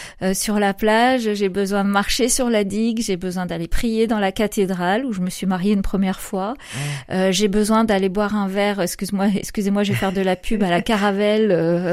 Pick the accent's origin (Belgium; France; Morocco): France; Saint-Malo, Brittany; also born or lived in Mayenne; Je suis de Saint-Malo.